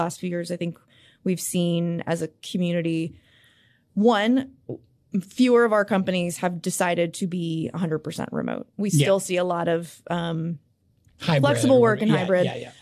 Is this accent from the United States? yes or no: yes; Kansas City, United States; now in Memphis, United States; I grew up in Kansas City, outside in the suburbs of Kansas City